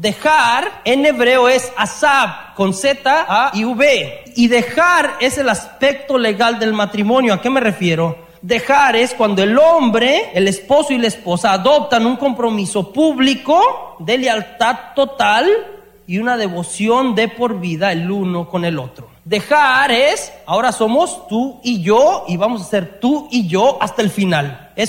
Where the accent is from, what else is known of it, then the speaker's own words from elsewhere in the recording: Mexico; now in United States; muchos de los que venimos de México, venimos por el sueño americano y de hacer más y tener más